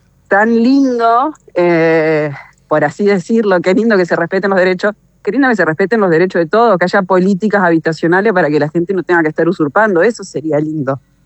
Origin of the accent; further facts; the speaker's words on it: Argentina; somos todos argentinos, este es nuestro suelo